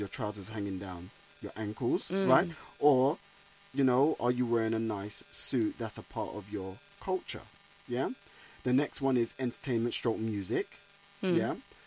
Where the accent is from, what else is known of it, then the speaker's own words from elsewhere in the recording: London, United Kingdom; growing up in Brixton, South London